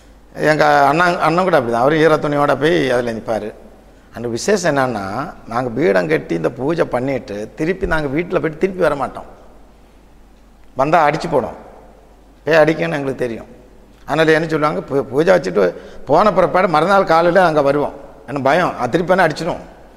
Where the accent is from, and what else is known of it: Chennai, Tamil Nadu, India; born there; also born or lived in Mumbai